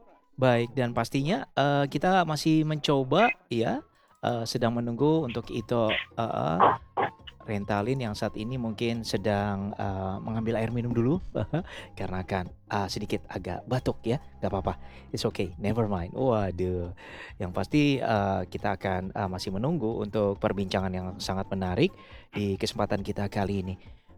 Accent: Jakarta, Indonesia; Oh, Kelapa. Oh iya, kita anak Jakarta Utara kita sama ya.

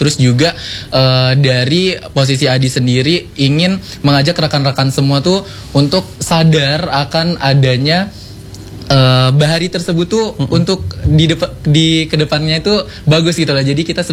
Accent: Kalianda, Lampung, Indonesia; karena aku asli dari Kalianda ya

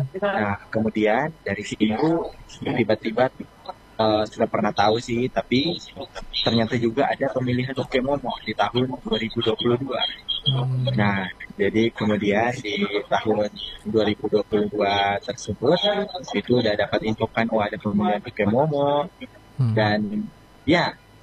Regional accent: Sangihe, North Sulawesi, Indonesia; Tapi kalau dari saya sendiri, saya sering dengan bangga bilang, oh tidak, saya dari Sangihe.

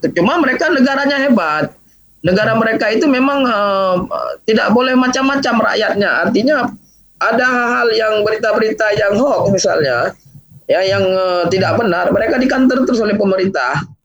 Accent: Aceh, Indonesia; Sebagai orang Aceh kita malu.

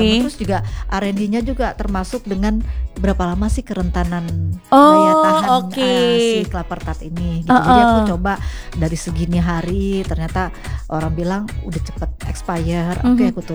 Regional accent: Manado, North Sulawesi, Indonesia; now in Jakarta, Indonesia; Aku sebetulnya asli Manado

